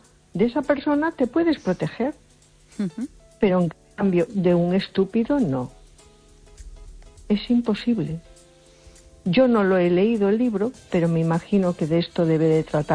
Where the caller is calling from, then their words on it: A Coruña, Galicia, Spain; de Coruña.